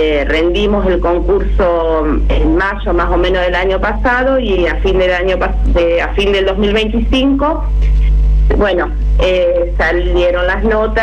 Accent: San José de la Esquina, Santa Fe, Argentina; also born or lived in Arteaga; yo soy de San José de la Esquina y Arteaga, y estoy entre las dos localidades.

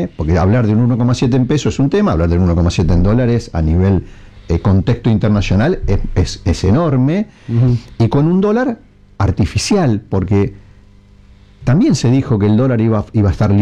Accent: Argentina

